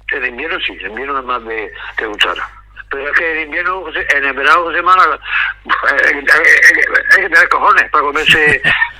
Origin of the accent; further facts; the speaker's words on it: Region of Murcia, Spain; Es a lo que vamos, que soy murciano